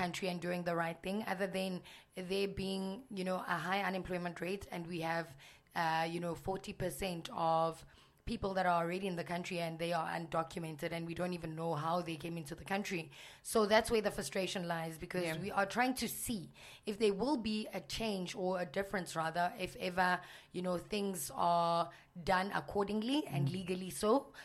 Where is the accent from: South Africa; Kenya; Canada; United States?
South Africa; as a South African citizen.